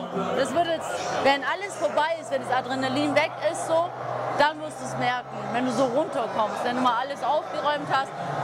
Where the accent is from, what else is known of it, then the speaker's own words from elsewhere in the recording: Turkey; ich bin ja Türkin